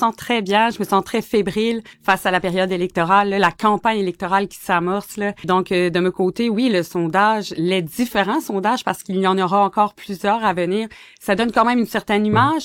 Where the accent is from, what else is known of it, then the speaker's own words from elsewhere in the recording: Havre-Saint-Pierre, Quebec, Canada; Donc, c'est pour ça que c'était clair que je voulais revenir chez moi, à Saint-Pierre.